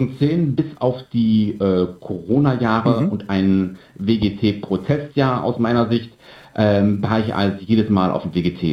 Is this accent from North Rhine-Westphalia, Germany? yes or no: yes; Mönchengladbach, North Rhine-Westphalia, Germany; denn ich komme aus Mönchengladbach, nach 5,5 Stunden Fahrt, 6 Stunden Fahrt, habe ich mich da aufs Ohr gehauen